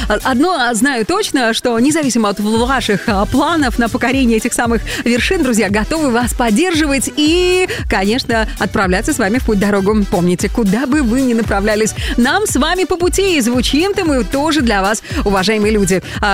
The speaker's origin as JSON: {"language": "Russian", "country": "Belarus", "said": "насколько мы находчивы, белорусы"}